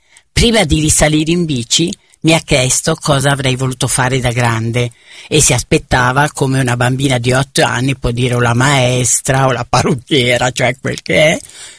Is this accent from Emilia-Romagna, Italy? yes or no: yes; Predappio, Emilia-Romagna, Italy; born there; essendo nata appunto a Predappio, 2 chilometri prima di arrivare da Forlì verso l'Appennino tosco-emiliano